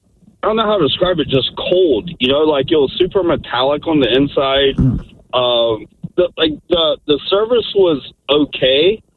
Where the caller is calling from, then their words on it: St. Petersburg, Florida, United States; I'm from St. Pete.